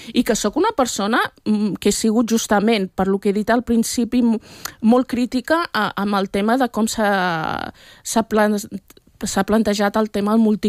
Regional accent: Catalonia, Spain; com a catalana

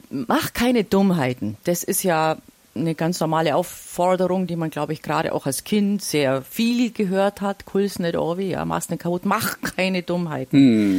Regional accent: Bavaria, Germany; die wir natürlich, also als die Allgäuer überhaupt nicht kannten

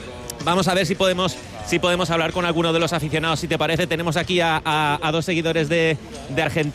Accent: Spain; No, yo soy de España.

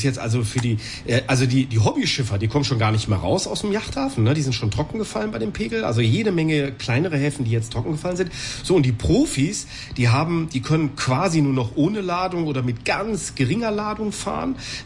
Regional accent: Bonn, North Rhine-Westphalia, Germany; noch müssen wir nun als Bonner noch nicht durchschwimmen, weil die Brücken sind ja kaputt

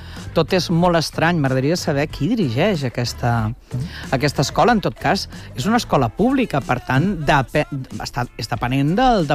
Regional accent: Barcelona, Catalonia, Spain; El meu barri, que cada vegada quedem menys barcelonins

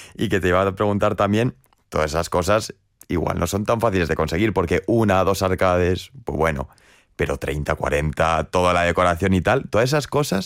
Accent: Logroño, La Rioja, Spain; yo tengo la suerte de que soy también de Logroño y encima he crecido bastante cerca de vuestro local

